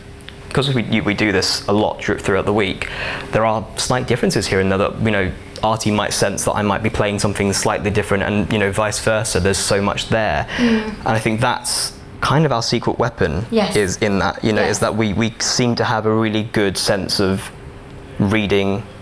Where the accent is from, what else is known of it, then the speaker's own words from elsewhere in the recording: Ilford, London, United Kingdom; Like, I'm from Ilford, so there's loads. It's a very strong South Asian base there.